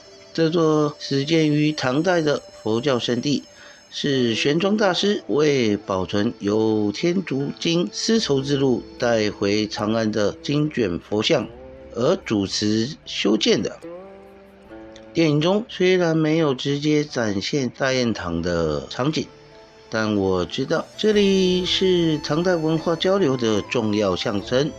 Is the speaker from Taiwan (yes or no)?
yes; Taiwan; 大家好，我是来自台湾的